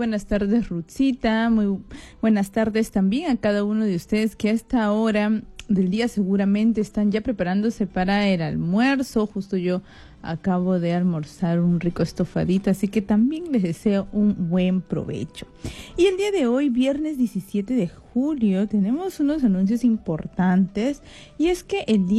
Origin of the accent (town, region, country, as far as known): Peru